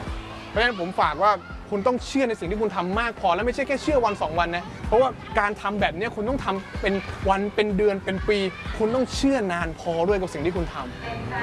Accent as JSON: {"language": "Thai", "town": "Ko Samui", "region": "Surat Thani", "country": "Thailand", "said": "ผมเองตอนนั้นก็แค่22 23เวลาที่ผมเริ่มตอนนั้นนะแล้วผมเป็นคนชาวสมุยผมต้องเล่าให้พี่ฟังนะผมเป็นชาวสมุยทีนี้สมุยเนี่ยมันเป็นเมืองท่องเที่ยวมันไม่ใช่เมืองของ IT"}